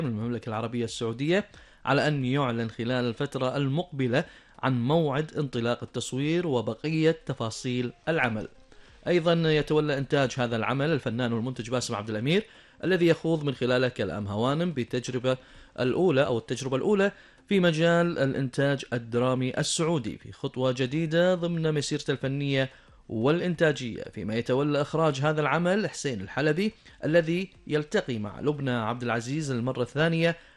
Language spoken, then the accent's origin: Arabic; Kuwait; أخبارنا المحلية، أخبار ديرتنا الحبيبة الكويت، عسى الله يحفظها ويعزها دوم يا رب يا كريم